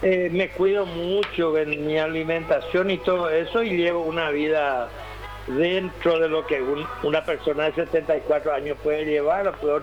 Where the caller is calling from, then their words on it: Luque, Central, Paraguay; En Luque. De Luque yo le llamo. Yo vivo en el segundo barrio.